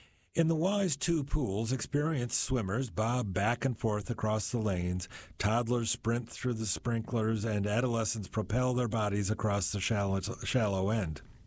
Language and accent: English; Nashville, Tennessee, United States; My hometown of Nashville was not an exception.